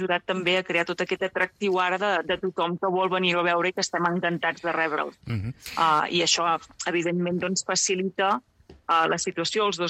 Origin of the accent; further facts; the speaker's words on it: Jorba, Catalonia, Spain; moved away; Doncs originàriament jo sóc de Jorba, d'un poble petit al voltant d'Igualada.